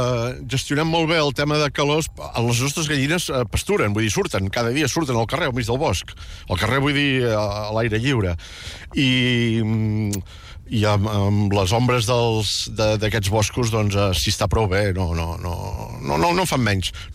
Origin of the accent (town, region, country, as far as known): Catalonia, Spain